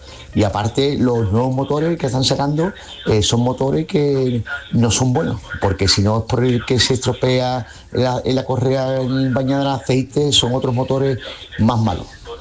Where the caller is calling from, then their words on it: Cádiz, Andalusia, Spain; aquí de Cádiz.